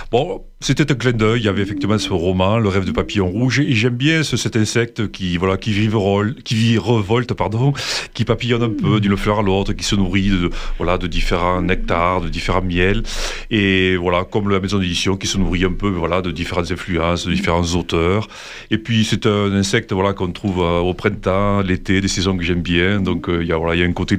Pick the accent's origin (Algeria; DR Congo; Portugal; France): France; Occitanie; born or raised there